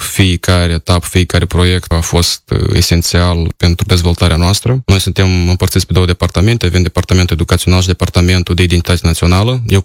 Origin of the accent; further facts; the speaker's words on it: Romania; În primul rând, eu mă identific ca fiind român, pentru că sunt român și mi-asum această identitate încă de când am peste 10 ani